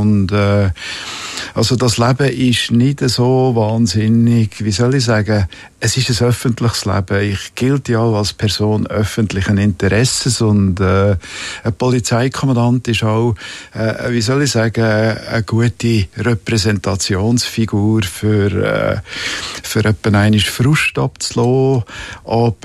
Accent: Bern, Switzerland; und bin auch zum Käser im Emmental, wo ich herkomme, Weltmeister dreifache in Fritzenhaus.

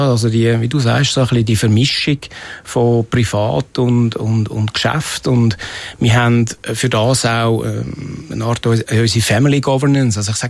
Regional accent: Höngg, Zurich, Switzerland; Wir haben ja ganz ursprünglich die Chips dann auch in Hönk, wo ich aufgewachsen bin, produziert.

